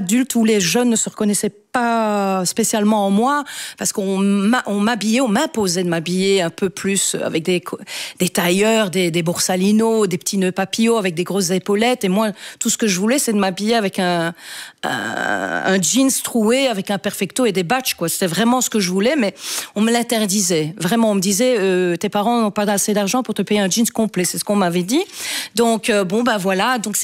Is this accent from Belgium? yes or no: yes; Wallonia, Belgium; Bon, moi, je dis toujours que je suis Wallon connu, donc des WC